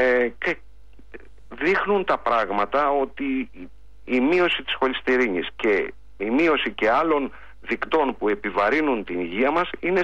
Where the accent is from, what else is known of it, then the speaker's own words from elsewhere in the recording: Greece; στην κουλτούρα μας σαν Έλληνες και σαν ελληνικός λαός